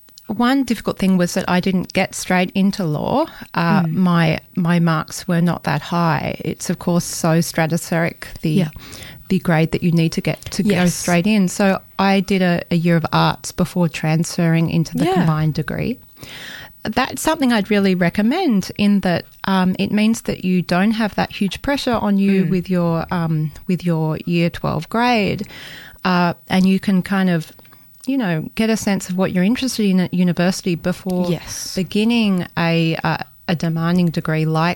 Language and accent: English; Bellingen, New South Wales, Australia; Growing up in Bellingen, I don't think knew the worth of Bellingen. I was excited to get out of a small town.